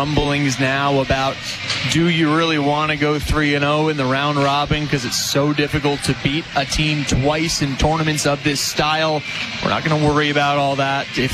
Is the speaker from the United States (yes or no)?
no; Canada; we're Canadian and French is a national language of Canada